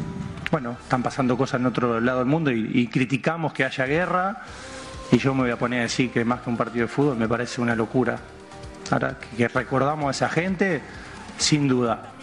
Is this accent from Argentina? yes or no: yes; Argentina; Ahora que nosotros, ya, como argentinos...